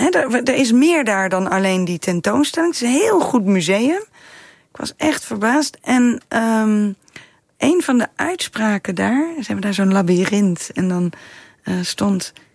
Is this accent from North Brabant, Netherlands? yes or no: yes; Oosterhout, North Brabant, Netherlands; moved away; Ik ben opgegroeid in Oosterhout.